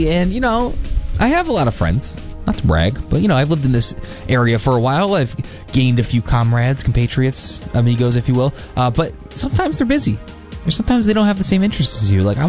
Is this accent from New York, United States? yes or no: yes; Syracuse, New York, United States; moved away; I want to go back to my hometown. I call up my friends from Syracuse. I grew up there.